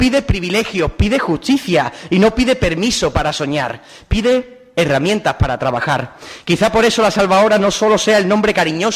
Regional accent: La Línea de la Concepción, Andalusia, Spain; moved away

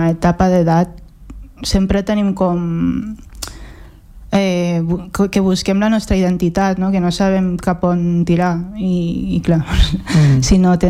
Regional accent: Catalonia, Spain; sóc d'aquí també, o sigui, sóc catalana com tu

